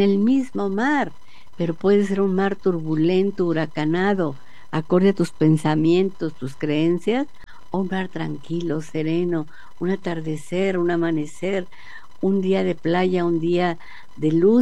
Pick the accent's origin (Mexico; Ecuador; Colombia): Mexico; el infierno que estamos viviendo como mexicanos